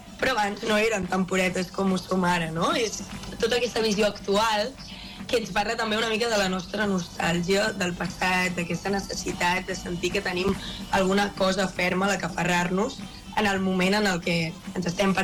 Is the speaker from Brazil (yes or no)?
no; Palau-solità i Plegamans, Catalonia, Spain; En el cas de Palau, que és el meu poble